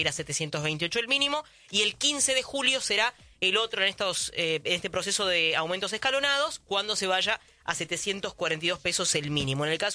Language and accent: Spanish; Catamarca, Argentina; Después, bueno, yo que soy de Catamarca, 2.000 pesos está el boleto del colectivo